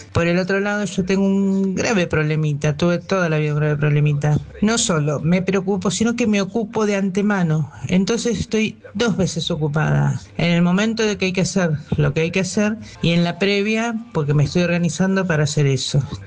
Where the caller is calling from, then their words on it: Quilmes, Buenos Aires Province, Argentina; de Siderata de Quilmes.